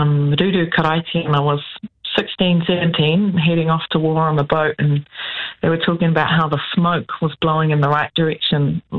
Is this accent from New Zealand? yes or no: yes; Hawke's Bay, New Zealand; Yeah. So I grew up in Hawke's Bay.